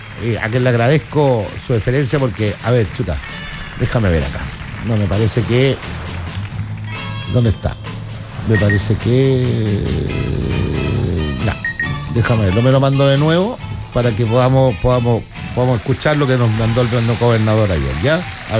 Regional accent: Chile; yo soy chileno

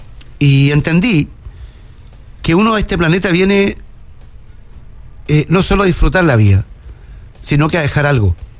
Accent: Antofagasta, Chile; los que somos de Antofagasta, nos quedamos sin agua

